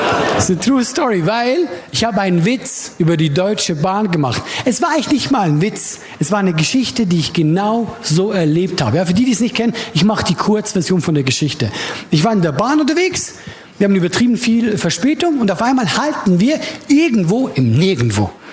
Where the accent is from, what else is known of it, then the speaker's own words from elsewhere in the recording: Switzerland; für mich als Schweizer.